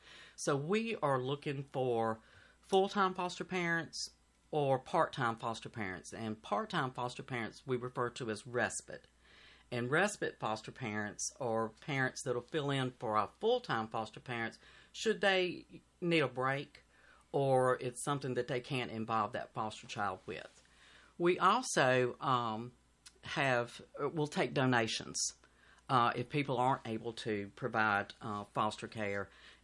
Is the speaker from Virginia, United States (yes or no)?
yes; Danville, Virginia, United States; I am a Danville native.